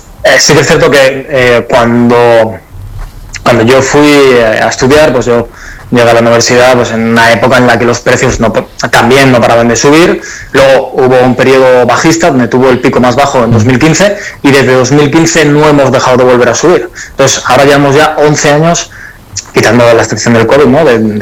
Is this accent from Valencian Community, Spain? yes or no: yes; Altea, Valencian Community, Spain; yo llegué, bueno, de un pueblito de Alicante, de Altea, me fui a estudiar a Valencia con tres amigos del bachiller.